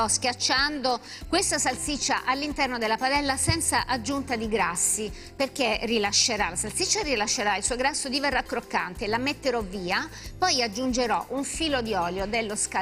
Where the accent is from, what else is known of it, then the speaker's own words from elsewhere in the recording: Apulia, Italy; io sono salentina.